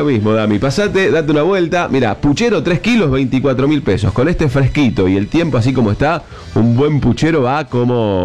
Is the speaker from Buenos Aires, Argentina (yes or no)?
no; Arequito, Santa Fe, Argentina; also born or lived in Casilda; Me crié en Arequito, sí.